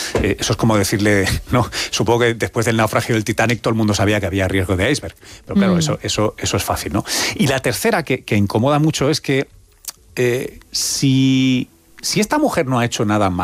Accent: Tomelloso, Castilla-La Mancha, Spain; El de mi padre, mi familia. … de Tomelloso.

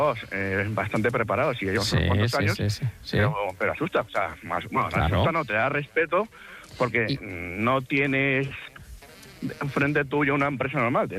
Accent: Valencian Community, Spain; Sí, soy valenciano, sí.

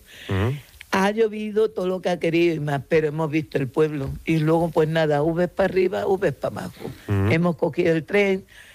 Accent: Andalusia, Spain; now in Madrid, Spain; Es que lo habré dicho, porque yo soy andaluza.

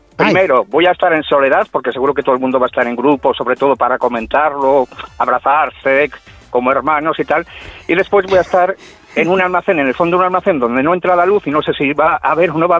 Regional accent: Bilbao, Basque Country, Spain; Digo que estoy en Galicia, pero yo soy de Bilbao. Porque todo el mundo sabe que Bilbao es el centro del mundo.

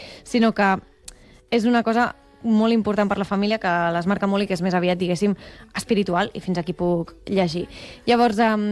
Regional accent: Martorell, Catalonia, Spain; jo sóc de Martorell, però tampoc és que vingui de l'altra punta del món.

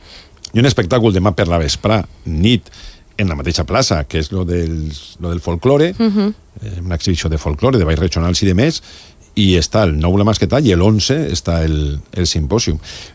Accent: Valencian Community, Spain; Jo vull celebrar el 9 d'octubre, tinc tot el dret del món també com a valencià a celebrar un dia tan bonic, no?

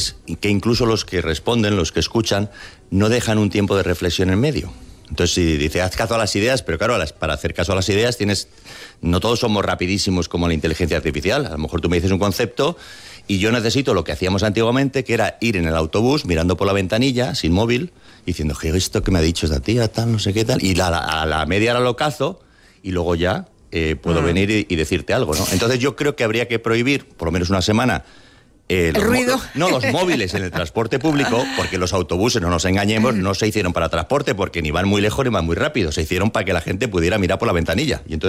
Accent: Spain; now in United States; Sí, porque yo soy ciudadano americano, soy español, porque nací aquí y tal, y fui al Colegio de los Sagrados Corazones

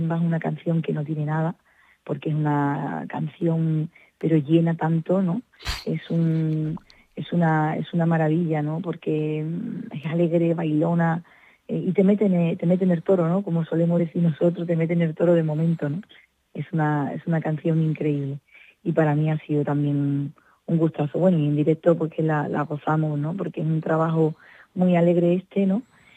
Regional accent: Cádiz, Andalusia, Spain; siempre sentí el calor de mi gente, el calor de la gente de la isla que me han querido desde chiquitita, desde que empecé, como digo, y luego en mi país, por supuesto, en Andalucía entera y en España entera

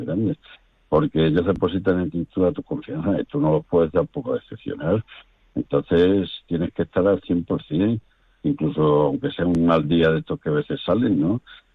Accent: Casatejada, Extremadura, Spain; Yo soy extremeño, soy de un pueblo de Cáceres que se llama Casa Tejada, donde eran mis padres y mis antepasados.

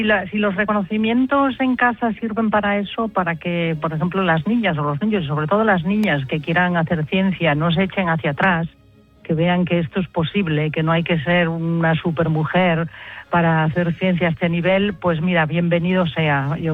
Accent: Santiago de Compostela, Galicia, Spain; moved away as an adult; now in Switzerland; soy, bueno, pues como muchos gallegos que han emigrado y que se han ido de Galicia, pero que todos conservamos esa forma tan gallega de ver la vida

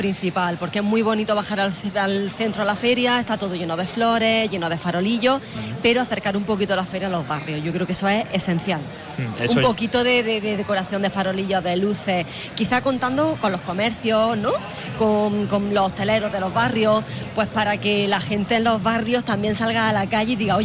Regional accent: Almería, Andalusia, Spain; porque somos disfrutones los almerienses.

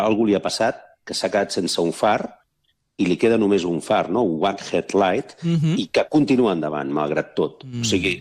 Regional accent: Sant Joan de les Abadesses, Catalonia, Spain; la setmana passada vaig fer una celebració de gent que fèiem 50 anys al meu poble, que és Sant Joan de les Abadesses, i parlant amb un dels meus amics de tota la vida d'allà

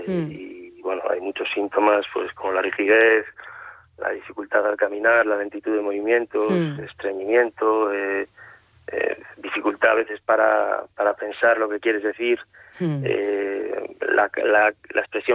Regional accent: Moaña, Galicia, Spain; now in Ribeira, Spain; yo soy de Moaña, uh-huh, y bueno, afincado en Ribeira

